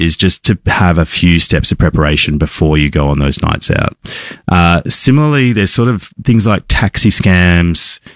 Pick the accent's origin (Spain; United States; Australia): Australia; I think that's one of the naiveties of traveling as an Australian overseas